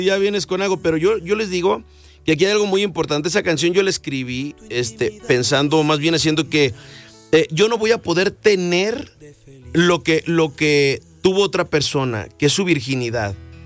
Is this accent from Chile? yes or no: no; Mexico; Siendo el primer mexicano, gracias a Dios, en la historia en haber ganado premios Billboard.